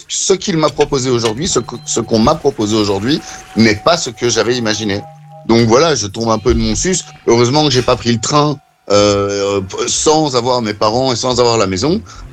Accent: Belgium; à 42 ans, on va me filer 15 € de l'heure en France, alors que je suis belge

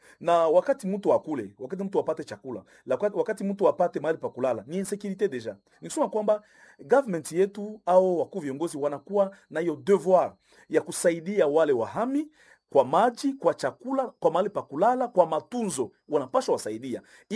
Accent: DR Congo; kujua kama sisi ni wakongomani na tukajitia pamoja

